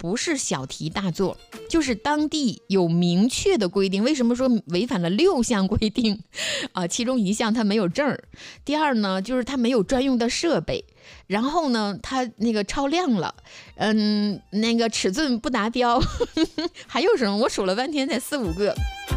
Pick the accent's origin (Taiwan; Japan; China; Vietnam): China; Dalian, Liaoning; 我是大连人啊